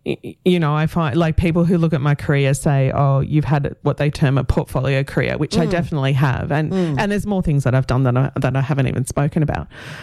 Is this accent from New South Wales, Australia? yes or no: yes; Central Coast, New South Wales, Australia; my grandmother and my great grandmother, were the cooks at the local hotel in my hometown on the Central Coast.